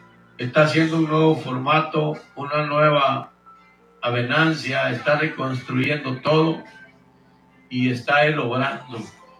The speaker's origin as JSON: {"language": "Spanish", "country": "Guatemala", "tie": "born or raised there", "moved": "yes", "lives_now": "Houston, United States", "said": "Guatemala, mi tierra natal, el predicador presente … nacido en Guatemala, viviendo aquí en Estados Unidos."}